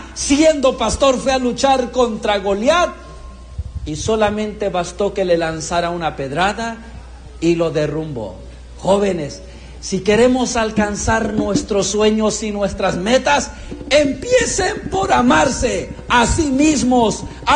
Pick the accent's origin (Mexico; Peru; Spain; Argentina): Mexico; Frontera Comalapa, Chiapas; en mi pueblo, en Frontera Comalapa